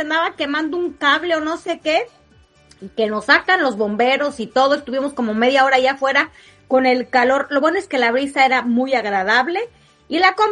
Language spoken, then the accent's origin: Spanish; Mexico; y soy mexicana